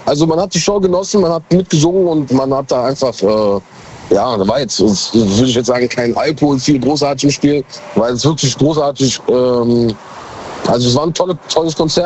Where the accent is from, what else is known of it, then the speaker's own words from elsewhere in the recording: Mönchengladbach, North Rhine-Westphalia, Germany; Ich komme aus Gladbach, Mönchengladbach.